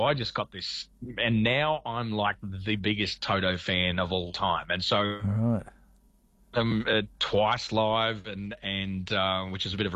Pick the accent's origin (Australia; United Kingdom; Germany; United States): Australia; Bundaberg, Queensland; But we toured around Australia. And I was obviously from Bundaberg.